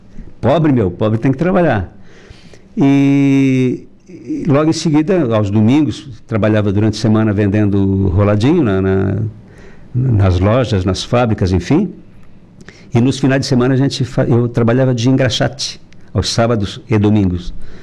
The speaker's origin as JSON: {"language": "Portuguese", "town": "Jacinto Machado", "region": "Santa Catarina", "country": "Brazil", "said": "Nós viemos do Jacinto Machado, a minha mãe e meu pai, com o objetivo de desenvolver, né? Nós éramos lá muito pobres"}